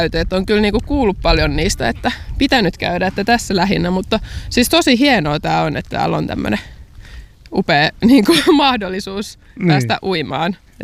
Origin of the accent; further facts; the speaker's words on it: Helsinki, Uusimaa, Finland; Mä oon Helsingistä kotoisin, mutta äitini on täältä Jurvasta.